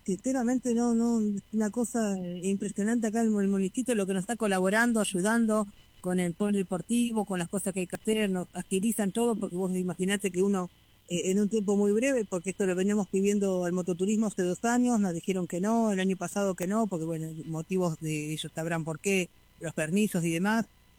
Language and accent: Spanish; Buenos Aires, Argentina; moved away as an adult; now in San Francisco del Monte de Oro, Argentina; Somos de Buenos Aires y vinimos unos años por vivir a San Francisco